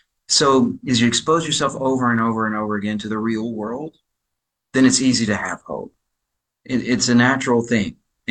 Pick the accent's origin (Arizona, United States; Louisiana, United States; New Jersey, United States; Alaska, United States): Louisiana, United States; And I was originated from Louisiana, and we spoke two different languages, and we had pretty much the same sense of humor.